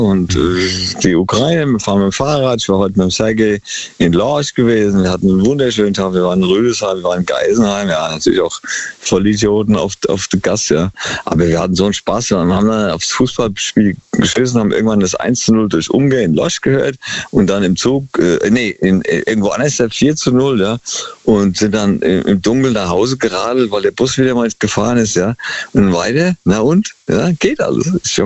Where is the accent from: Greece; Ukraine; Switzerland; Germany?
Greece; Crete; Und dann am 5. von Athen übersieht auf Kreta, meine Heimat eigentlich, Palli Castro.